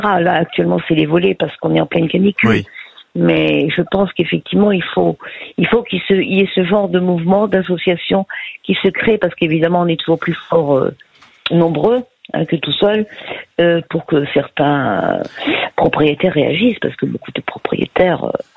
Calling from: Grand Est, France; Je suis en Alsace.

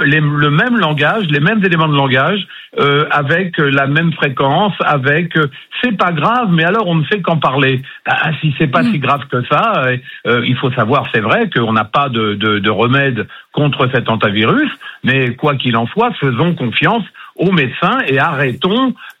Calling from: Landes, Nouvelle-Aquitaine, France; Je vous appelle des Landes.

